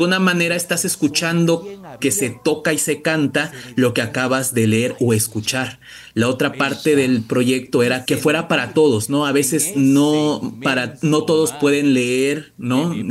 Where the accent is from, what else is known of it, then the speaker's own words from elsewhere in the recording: Veracruz, Mexico; Somos todos veracruzanos